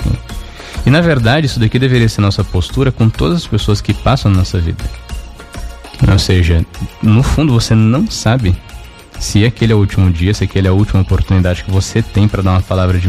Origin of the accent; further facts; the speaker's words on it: Brazil; eu sou brasileiro